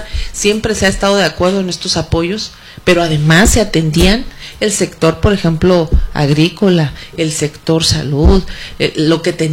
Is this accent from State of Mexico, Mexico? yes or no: yes; State of Mexico, Mexico